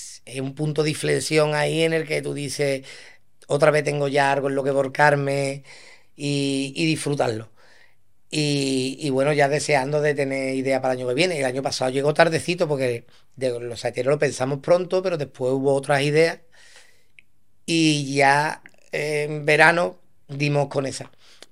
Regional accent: Andalusia, Spain; soy de San José

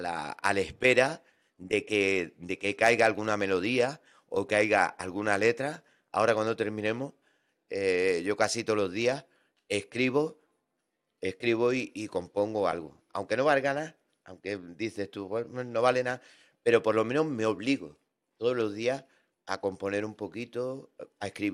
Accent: Granada, Andalusia, Spain; born there; Aquí en Sevilla hay musicazos de música urbana, en mi tierra, en Granada.

